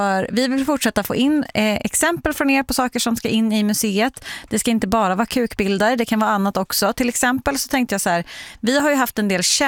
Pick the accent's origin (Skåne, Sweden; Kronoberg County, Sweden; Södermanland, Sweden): Kronoberg County, Sweden; Ryd; accent: Småland dialect; i mina hemtrakter i Ryd i Småland, utanför Tingsryd, i Hönshyltefjorden.